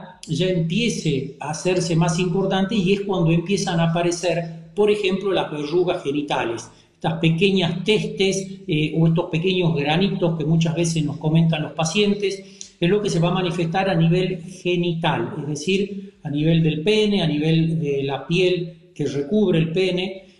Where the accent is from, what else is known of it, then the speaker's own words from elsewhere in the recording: Tucumán, Argentina; sobre todo acá en el norte de la República Argentina, por ahí. Me traicionó un poquito la tonada, soy de Tucumán.